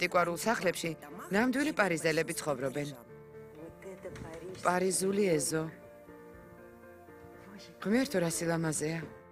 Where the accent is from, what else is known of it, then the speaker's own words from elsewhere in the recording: Kyiv, Ukraine; მე კიევიდან ვარ.